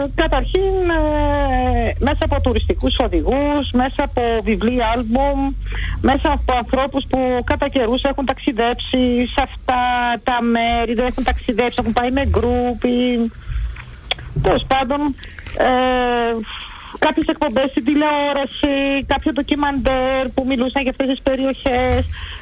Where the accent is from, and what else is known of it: Berlin, Germany; born or raised there